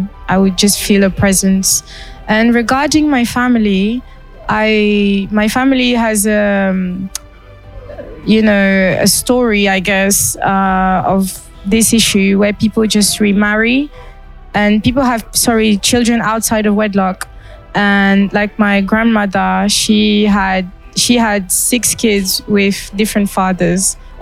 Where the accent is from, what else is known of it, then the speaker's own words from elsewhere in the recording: United Kingdom; also born or lived in Gabon; I'm originally from a country called Gabon, but I grew up in Britain, so I'm Gabonese British.